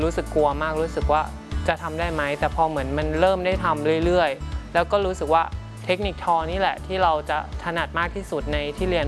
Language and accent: Thai; Sisaket, Thailand; ซึ่งหนูมาจากศรีสะเกษก็คือเฮ้ยเป็นโอกาสที่ดีนะ